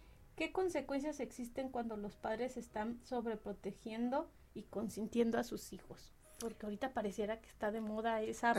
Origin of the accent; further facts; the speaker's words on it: Uruapan, Michoacán, Mexico; yo soy de Uruapan